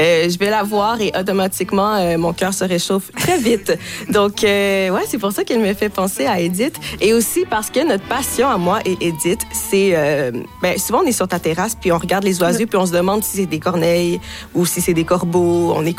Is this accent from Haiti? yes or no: yes; Haiti; Bien, c'est ça, je suis haïtienne